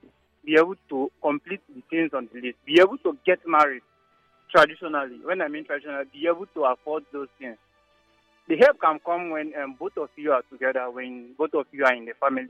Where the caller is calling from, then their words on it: Nigeria; I'm calling from Rumigo.